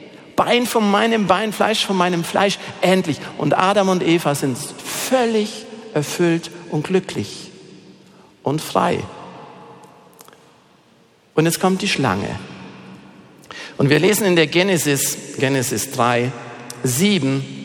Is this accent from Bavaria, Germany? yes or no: yes; Bavaria, Germany; hier in Bayern, ich komme aus dem Allgäu